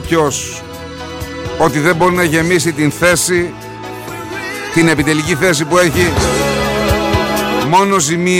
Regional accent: Giannitsa, Central Macedonia, Greece; moved away; Χαιρετήματα στην πατρίδα μου, στα Γεννητσά.

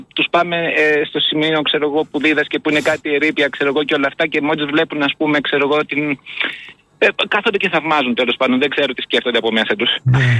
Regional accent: Athens, Attica, Greece; also born or lived in Tripoli; Ήμασταν τότε στην Τρίπολη που είχα γεννηθεί εγώ. Ναι. Βέβαια μεγάλωσα στην Αθήνα

